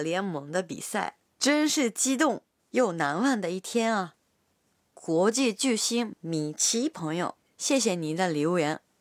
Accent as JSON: {"language": "Chinese", "region": "Yamaguchi", "country": "Japan", "tie": "born or raised there", "said": "我的故乡山口也有不少美景，有些景色我从小就特别熟悉。"}